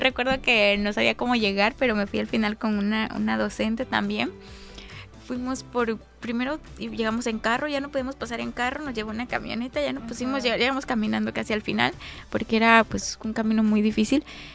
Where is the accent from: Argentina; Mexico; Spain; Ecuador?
Mexico; Acapulco, Guerrero; me daba mucho orgullo mencionar que soy de Guerrero, que soy acapulqueña.